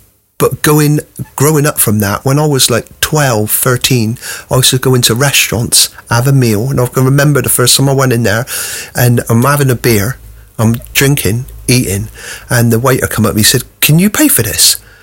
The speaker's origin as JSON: {"language": "English", "town": "Plymouth", "region": "South West England", "country": "United Kingdom", "tie": "born or raised there", "also_born_or_lived": "Bristol", "said": "I was born in Bristol. Moved away when I was five because mum, dad had six children, and me dad died when I was five. So. Then we moved down to Plymouth because my mum had some relatives down here."}